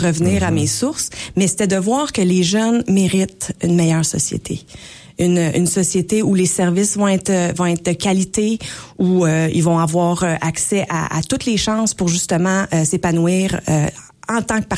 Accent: Joliette, Quebec, Canada; Mais non, je suis née à Sainte-Marie-Salomé, mais ma petite enfance, à partir de 8 ans, on a déménagé au Carrefour du Moulin.

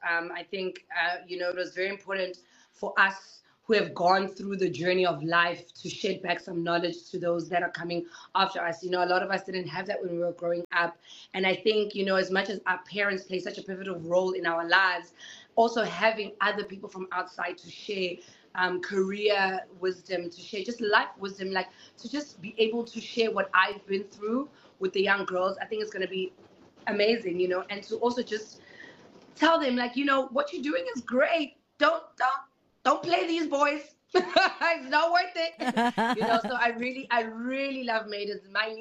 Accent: Durban, KwaZulu-Natal, South Africa; born there; I mean, I'm obviously from KZN. I was born in Durban.

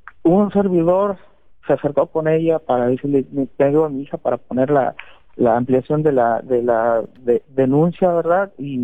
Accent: Poza Rica, Veracruz, Mexico; pues nosotros somos de Poza Rica, Veracruz, fue esta institución.

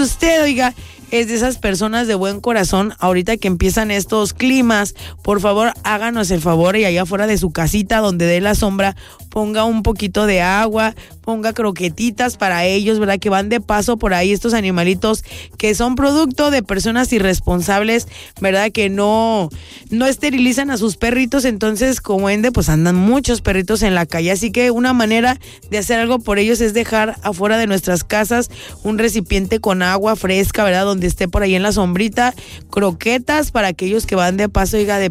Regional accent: San Pedro Garza García, Nuevo León, Mexico; Ey, soy de San Pedro Garza García. No se crea que soy ahí nomás de la colonia Independencia, ¿verdad?

